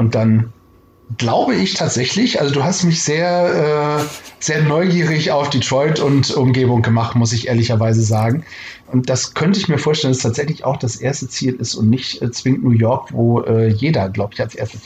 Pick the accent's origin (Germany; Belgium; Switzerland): Germany; Northern Germany